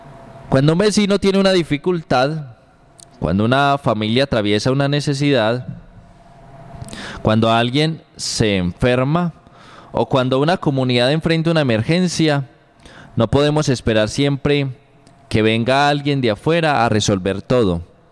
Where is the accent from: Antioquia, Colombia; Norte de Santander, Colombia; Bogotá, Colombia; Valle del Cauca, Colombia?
Antioquia, Colombia; a unirnos como pueblo antioqueño, no solo ayudar a nuestra Antioquia